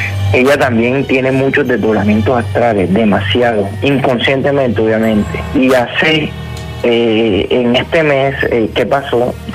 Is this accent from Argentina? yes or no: no; Magdalena, Colombia; born or raised there